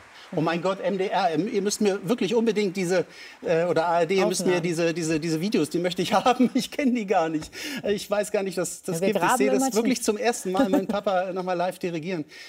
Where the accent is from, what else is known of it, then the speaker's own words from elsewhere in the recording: East Germany, Germany; born there; Ich war Italiener in der DDR.